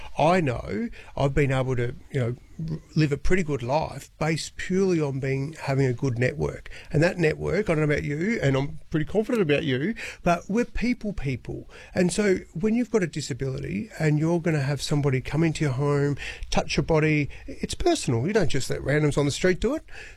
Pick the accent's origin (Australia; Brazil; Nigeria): Australia; So my goal was to make it to Sydney, compete in my home country.